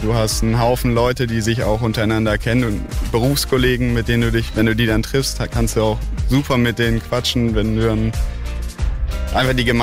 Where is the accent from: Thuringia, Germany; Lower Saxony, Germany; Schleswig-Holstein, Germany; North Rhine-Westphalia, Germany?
North Rhine-Westphalia, Germany; Ostbevern; Ja, ich bin auch auf einem Hof groß geworden in Ostbevern